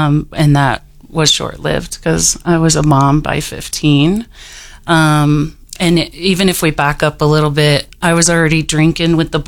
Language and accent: English; Wheat Ridge, Colorado, United States; I'm from Wheat Ridge, Colorado.